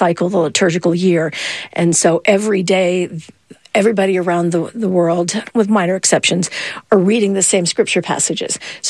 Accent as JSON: {"language": "English", "town": "Latrobe", "region": "Pennsylvania", "country": "United States", "tie": "born or raised there", "said": "If you're looking for a Benedictine one, I'll send you to my hometown, Latrobe, Pennsylvania."}